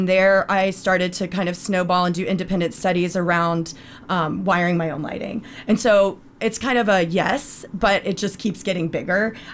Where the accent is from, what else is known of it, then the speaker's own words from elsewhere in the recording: Charlotte, North Carolina, United States; also born or lived in Ohio; And I am from North Carolina and from Charlotte.